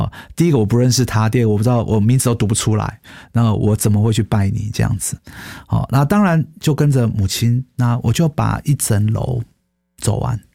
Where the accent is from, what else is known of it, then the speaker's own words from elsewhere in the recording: Taiwan; born there; 我从小我的生活环境是在一个比较传统信仰长大的家庭，所以呢跟着台湾的一些习俗啊、节庆啊、初一十五啊都算是很正常的。